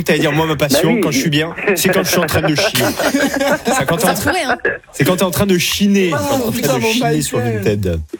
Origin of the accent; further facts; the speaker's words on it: Mont-de-Marsan, Nouvelle-Aquitaine, France; now in Paris, France; Mais autant moi, chez moi, à Mont-de-Marsan, c'est très normal de discuter avec les gens dans la rue.